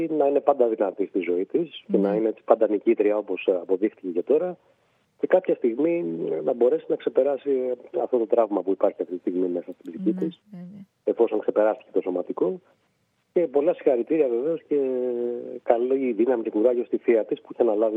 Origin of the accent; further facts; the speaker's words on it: Greece; ως κράτος, ως Έλληνες